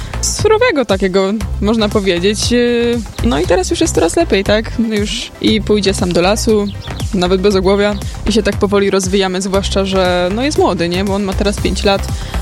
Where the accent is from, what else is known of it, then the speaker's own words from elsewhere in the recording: Koszalin, West Pomeranian Voivodeship, Poland; Z Koszalina, z Jemna.